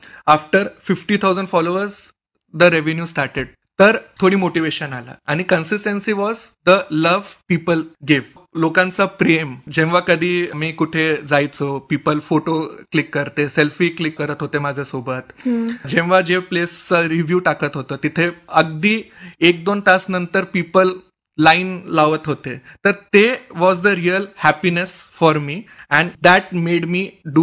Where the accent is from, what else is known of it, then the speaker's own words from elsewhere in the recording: Chhatrapati Sambhajinagar, Maharashtra, India; also born or lived in Sagar, Madhya Pradesh; सागर मध्य प्रदेशला आहे. Okay. पर माझी जन्मभूमी मध्य प्रदेश आहे, पण माझी कर्मभूमी महाराष्ट्र आहे. तर अगदी from my Kinder garden I am staying in Sambhajinagar only. तर जेव्हा कोणीतरी निगेटिव्ह बोलतो ना सिटी बद्दल तर मला खूप राग येतं. सो मला खूप प्रेम आहे सिटीला. तर माझं कम्प्लीट एज्युकेशन सगळं काय इथंच झालं आहे.